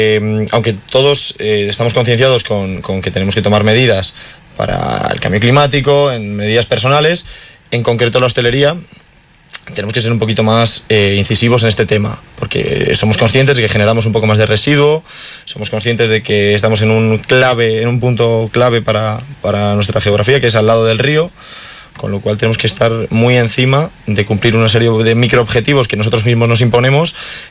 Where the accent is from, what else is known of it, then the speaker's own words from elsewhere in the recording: Monzón de Campos, Castile and León, Spain; Nosotros somos de Monzón